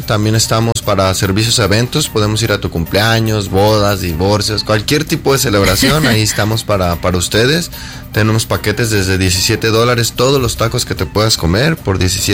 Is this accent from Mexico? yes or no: yes; Ocotlán, Jalisco, Mexico; also born or lived in Guadalajara, Jalisco; now in El Salvador; yo soy de Guadalajara, Jalisco, de Ocotlán, Jalisco